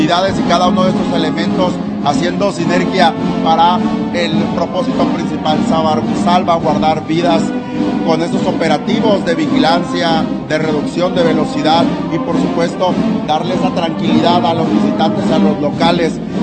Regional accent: Mexico

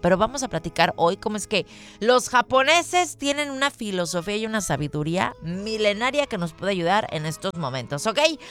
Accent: Mexico

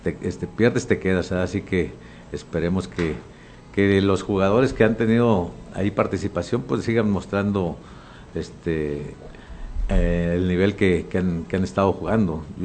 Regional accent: Mexico; Sí, exactamente, como mexicano.

